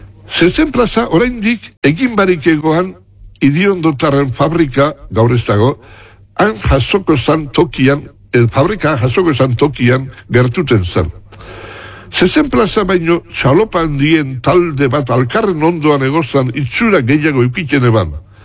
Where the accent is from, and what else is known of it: Ondarroa, Basque Country, Spain